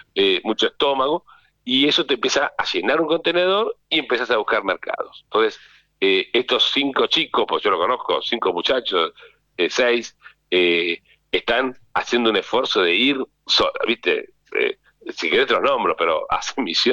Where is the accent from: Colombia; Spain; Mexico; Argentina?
Argentina